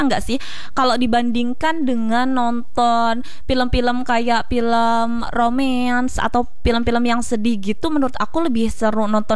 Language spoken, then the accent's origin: Indonesian; Pulang Pisau, Central Kalimantan, Indonesia; moved away as an adult; now in Palangka Raya, Indonesia; Maksudnya pertama kali menetap di Palangkaraya itu. Karena aku asalnya dari Pulang Pisau ya